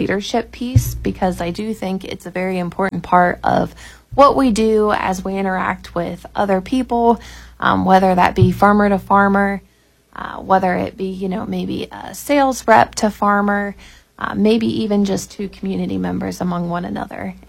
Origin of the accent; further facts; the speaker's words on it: Ohio, United States; So I grew up in Noble County, Ohio, little below Cambridge there, and I grew up on my family's beef cattle operation.